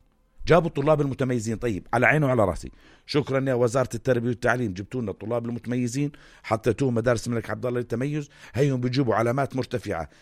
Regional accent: Jordan; والله ما بقولها لأن أنا أردني

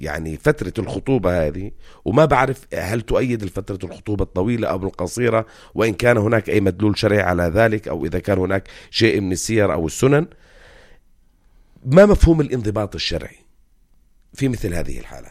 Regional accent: Jordan; وإحنا مجتمع أردني.

